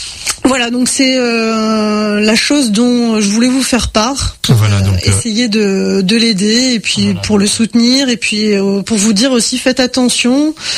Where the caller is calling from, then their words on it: Occitanie, France; je suis en Haute-Garonne, donc proche de la frontière espagnole